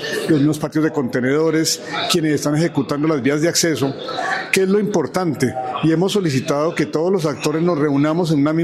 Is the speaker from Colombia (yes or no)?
yes; Colombia; somos todos los colombianos.